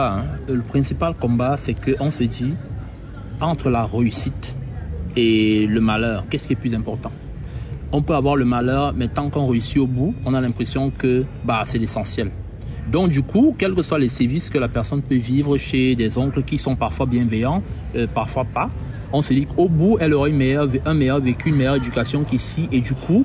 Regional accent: Cameroon

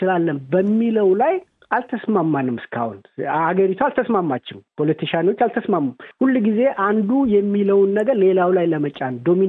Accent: Gambela, Ethiopia; አሁን እኔ ያደግኩበት አካባቢ ኢግላቴሪያል የሆነ ሶሳይቲ ያለ ጋምቤላ ቦርደር ላይ ያሉ ሰዎች

